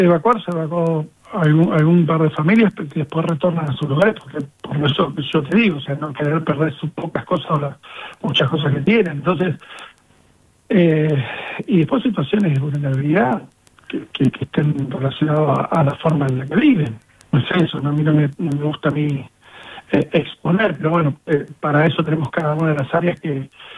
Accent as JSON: {"language": "Spanish", "town": "Pico Truncado", "region": "Santa Cruz", "country": "Argentina"}